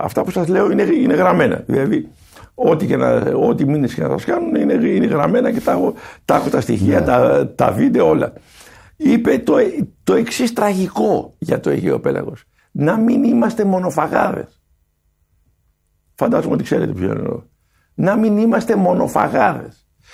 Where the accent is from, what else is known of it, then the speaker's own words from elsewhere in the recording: Iraklia, South Aegean, Greece; Δηλαδή στο νησί μου, στην Ηρακλιά